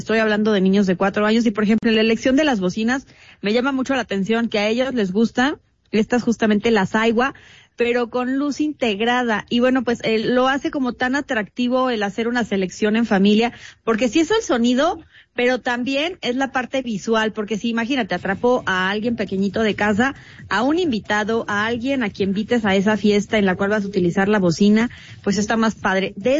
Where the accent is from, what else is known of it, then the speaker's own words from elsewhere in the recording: Mexico; nosotros como buenos mexicanos sabemos del cómo se mueve la economía